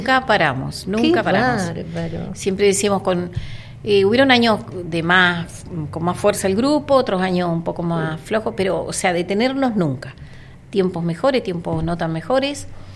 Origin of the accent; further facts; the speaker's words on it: Fernández Oro, Río Negro, Argentina; nosotras somos mujeres de Fernández Oro.